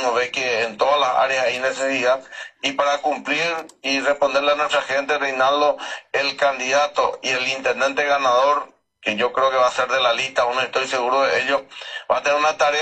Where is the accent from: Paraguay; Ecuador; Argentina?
Paraguay; Carapeguá, Paraguarí